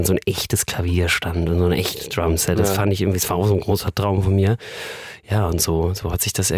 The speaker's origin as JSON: {"language": "German", "town": "Wismar", "region": "Mecklenburg-Vorpommern", "country": "Germany", "said": "oder in Wismar, wo ich herkomme, beim Schwedenfest sind wir wieder."}